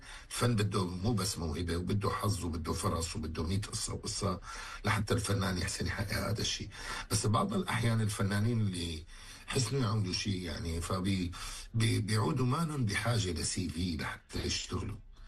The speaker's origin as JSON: {"language": "Arabic", "country": "Syria", "tie": "born or raised there", "said": "أنا أمي سورية وأبي عراقي، وأنا ولدت في سوريا وعشت في سوريا كل الفترة اللي كنت موجود فيها بالحياة يعني. وبالنسبة للعراق يعني أبي عراقي وأنا زائر العراق كذا مرة، وبحب العراق كمان."}